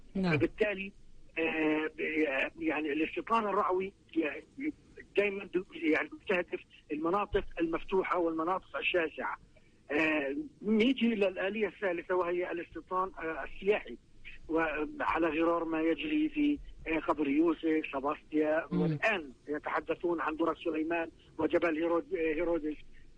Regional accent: Palestine; التي نعاني منها كفلسطينيين في الضفة الغربية وفي القدس الشرقية

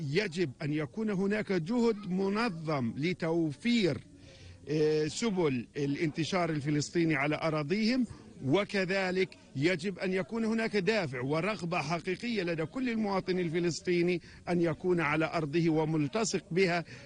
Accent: Palestine; دورنا كفلسطينيين

